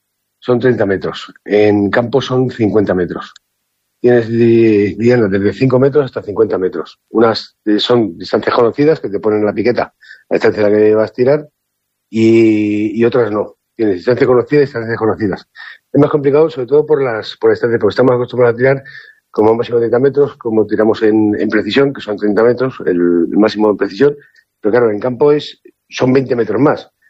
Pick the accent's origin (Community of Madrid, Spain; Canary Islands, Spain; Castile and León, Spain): Castile and León, Spain; Ávila; defenderle en mi tierra